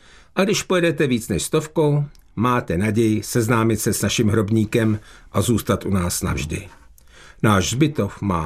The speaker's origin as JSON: {"language": "Czech", "region": "Prague", "country": "Czechia", "tie": "born or raised there", "said": "My jsme jako kluci z Vokovic a Veleslavína nechyběli na žádném terénním motocyklovém závodě v Šárce."}